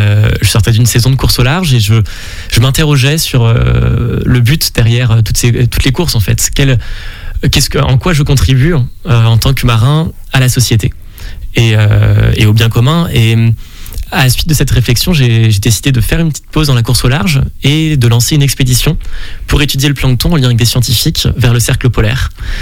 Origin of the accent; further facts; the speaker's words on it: Paris, Île-de-France, France; also born or lived in Nancy / Lille; J'ai grandi, alors mes parents sont originaires du Grand Ouest, mais j'ai fini à Nancy, j'ai grandi à Paris, à Lille, au gré des déménagements de mon père pour son travail.